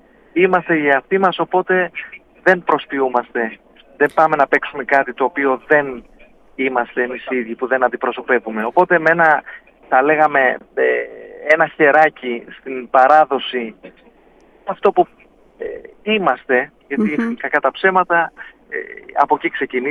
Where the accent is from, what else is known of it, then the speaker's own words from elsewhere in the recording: Athens, Attica, Greece; born there; γιατί είμαστε παιδιά της πόλης, μεγαλώσαμε στην Αθήνα οι περισσότεροι.